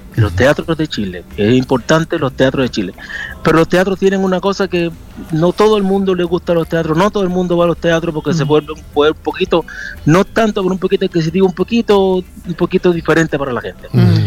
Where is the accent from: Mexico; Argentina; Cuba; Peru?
Cuba; Havana; Yo soy de La Habana. Y en La Habana. Mm. Se delimita mucho los barrios